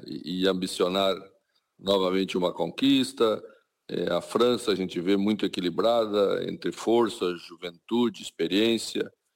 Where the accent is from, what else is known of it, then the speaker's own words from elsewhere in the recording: Brazil; Nós mesmos, como brasileiros